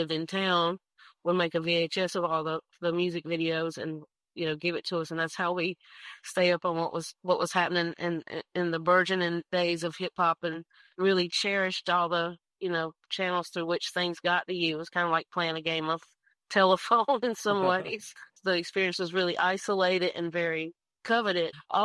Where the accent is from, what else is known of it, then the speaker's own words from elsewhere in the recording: Mount Olive, North Carolina, United States; So Mount Olive is in close proximity to Botankus. So normally I just tell people I'm from Mount Olive.